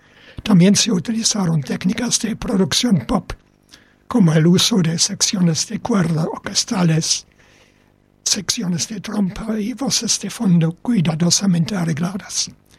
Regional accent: United Kingdom; Spanish is a second language; Yo, siendo británico, y algunos van a decir ahora, y eso es Queen's English, este es el inglés de Inglaterra.

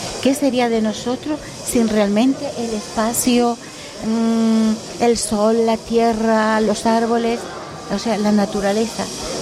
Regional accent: Canary Islands, Spain; Yo soy de Tirajana.

